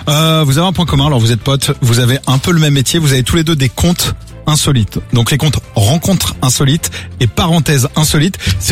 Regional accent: Pays de la Loire, France; je viens de Vendée

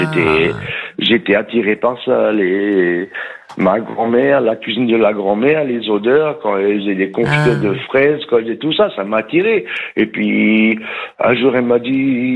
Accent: Pays de la Loire, France; Donc, transport en hélicoptère à un hôpital spécialisé, bon, je suis de Loire-Atlantique, spécialisé.

